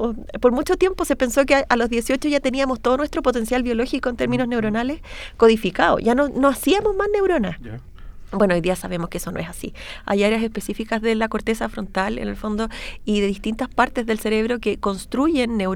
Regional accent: Santiago, Santiago Metropolitan Region, Chile; Yo habito mucho el centro de Santiago. A mí me gusta mucho Santiago. Yo soy una santiaguina que le gusta Santiago.

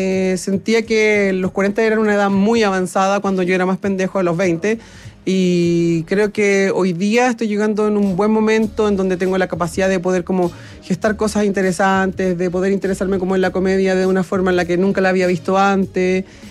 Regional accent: Cauquenes, Maule, Chile; born there; moved away as an adult; also born or lived in San Carlos, Ñuble, Chile; now in Santiago, Chile; Y luego me voy a Cauquenes a los 10 años.

